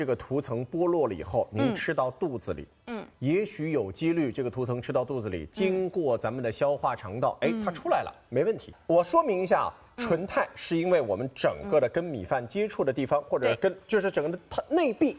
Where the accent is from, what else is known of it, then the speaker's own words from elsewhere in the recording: Jiangnan, China; 尤其是咱们江南人